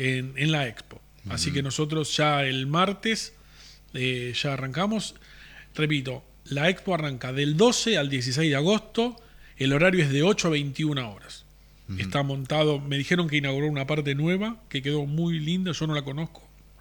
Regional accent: Argentina; moved away; cuando era chico en Argentina

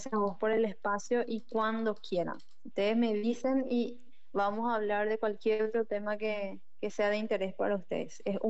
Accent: Paraguay; Como paraguayos somos absolutamente capaces de investigar

